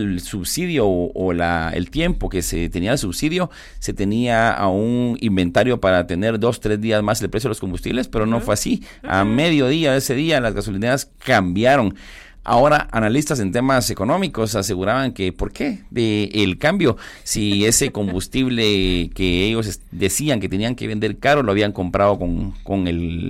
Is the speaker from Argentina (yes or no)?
no; Guatemala; somos los guatemaltecos que utilizamos un vehículo para poder movilizarnos